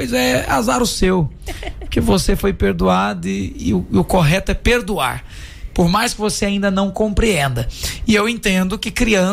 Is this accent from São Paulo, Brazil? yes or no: no; Goiás, Brazil; como nós goianos aqui